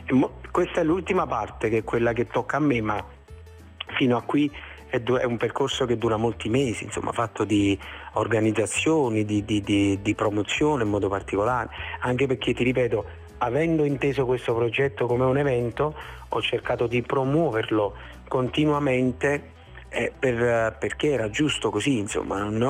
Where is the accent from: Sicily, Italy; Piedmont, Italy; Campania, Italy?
Campania, Italy; born there; No, il rapporto con la mia terra è molto insomma ben definito, è chiaro a tutti, insomma io sicuramente sono nato in un posto meraviglioso che è, insomma è la Campania, no?